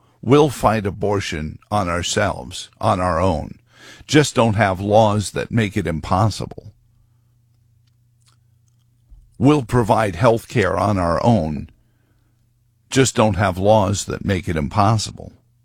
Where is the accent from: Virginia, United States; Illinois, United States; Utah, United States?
Virginia, United States; our past is we were also the home of Buck versus Bell, very infamous Supreme Court decision in which my home state's ability to sterilize black women because they were on public assistance.